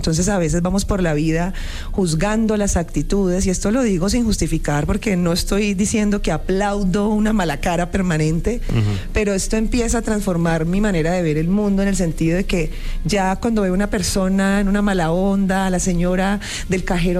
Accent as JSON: {"language": "Spanish", "town": "Cali", "region": "Valle del Cauca", "country": "Colombia", "lives_now": "Bogotá, Colombia"}